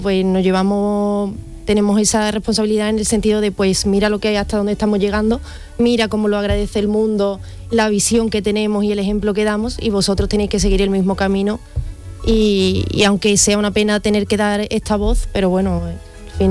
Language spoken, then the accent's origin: Spanish; Benacazón, Andalusia, Spain; Soy de Benacazón.